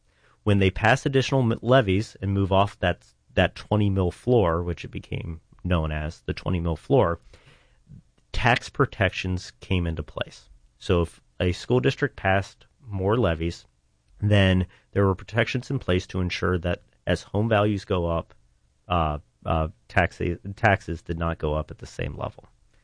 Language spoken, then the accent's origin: English; Ohio, United States; moved away as an adult; now in New Albany, United States; So my wife and I, we live in New Albany. We have two young kids, and they go to New Albany schools. Mm-hmm. And I'm originally from Eastern Ohio, so I didn't really have ties to the Central Ohio area